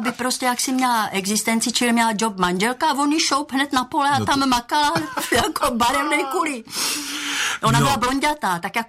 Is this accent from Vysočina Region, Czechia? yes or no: no; Ostrava, Moravian-Silesian Region, Czechia; born there; Já jsem chodila do takové sportovní krasobruslářské školy jako dítě v Ostravě.